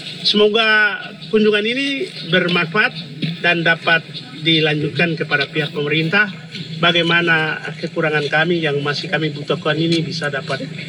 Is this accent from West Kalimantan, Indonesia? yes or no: no; Papua, Indonesia; kami masyarakat adat Sanggei